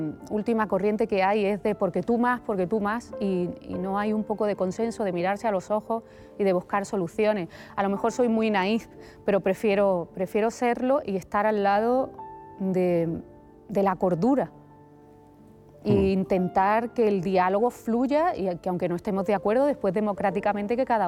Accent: Málaga, Andalusia, Spain; Yo, como andaluza

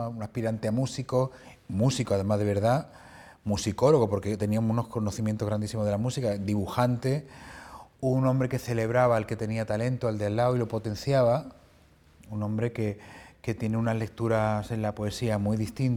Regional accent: Spain

